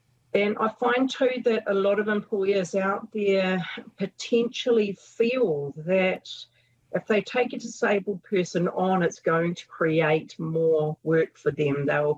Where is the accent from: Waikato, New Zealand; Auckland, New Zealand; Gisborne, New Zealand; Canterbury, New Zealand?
Waikato, New Zealand; Taupō; I managed to complete my schooling back at my home high school here in Taupō, and following that I spent a year in the States as an American field scholar, then came back home